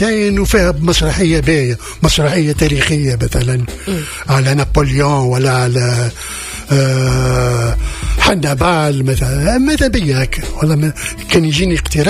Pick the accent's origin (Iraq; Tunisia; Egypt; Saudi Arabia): Tunisia; عندنا في تونس